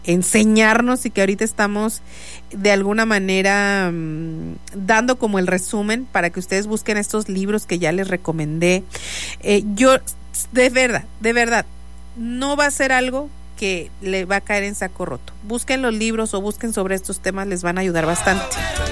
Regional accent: Mexico

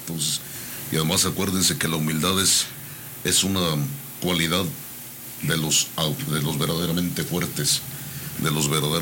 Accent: Mexico

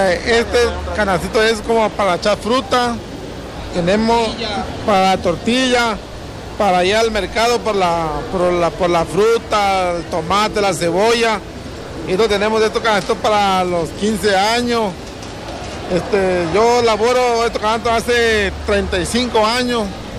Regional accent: Cárdenas, Tabasco, Mexico; Vengo del poblado C11 de Cárdenas.

